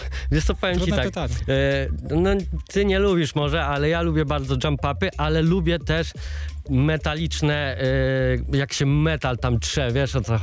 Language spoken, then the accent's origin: Polish; Tomaszowice, Lublin Voivodeship, Poland; now in Lublin, Poland; wychowałem się na małej wsi TWE Tomaszowice